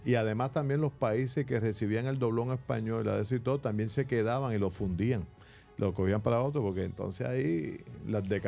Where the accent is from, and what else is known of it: Puerto Rico